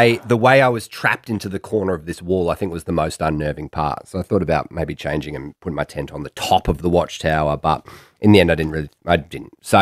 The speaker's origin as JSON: {"language": "English", "country": "Australia", "said": "I'm 36 from Australia."}